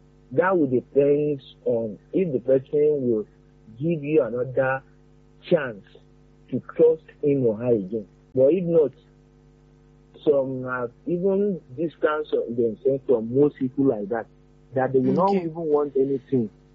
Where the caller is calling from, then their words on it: Akwata, Southwest Region, Cameroon; I'm calling from Akwata.